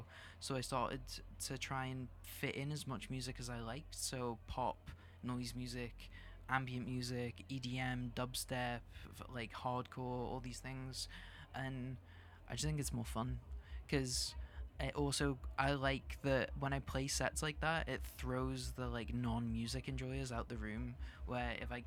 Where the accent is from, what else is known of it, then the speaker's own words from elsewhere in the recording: Scotland, United Kingdom; growing up in Scotland